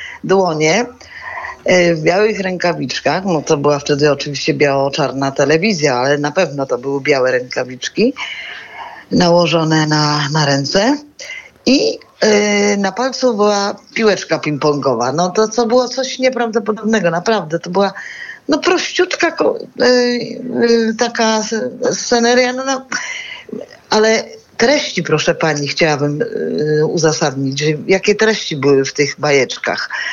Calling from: Łódź, Łódź Voivodeship, Poland; Dzwonię z Łodzi

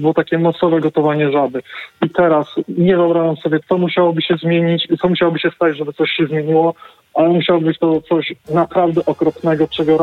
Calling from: United Kingdom; Skoro dzwonię z Wielkiej Brytanii

